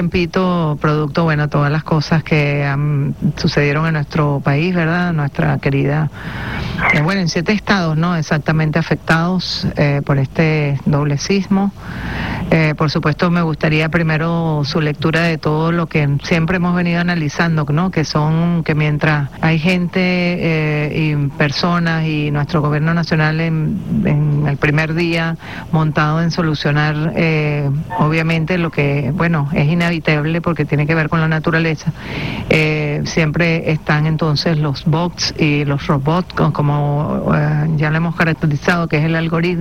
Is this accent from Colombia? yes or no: no; Venezuela; como bien somos los venezolanos y las venezolanas